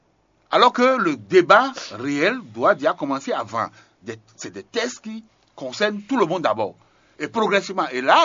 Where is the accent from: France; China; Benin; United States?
Benin; même chez nous, chez moi au Bénin.